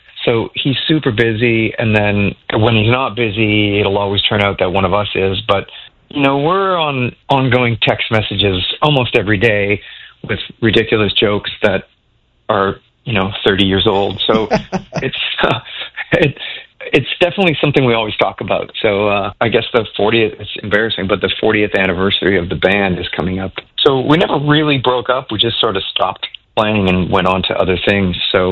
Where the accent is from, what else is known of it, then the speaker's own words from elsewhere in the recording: Regina, Saskatchewan, Canada; moved away; also born or lived in Moose Jaw; I was born in Moose Jaw, but pretty much grew up in Regina